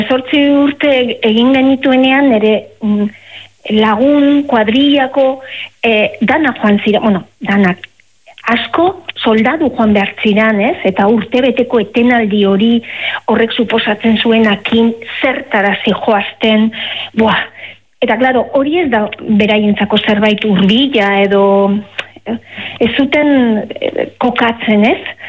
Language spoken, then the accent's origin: Basque; Basque Country, Spain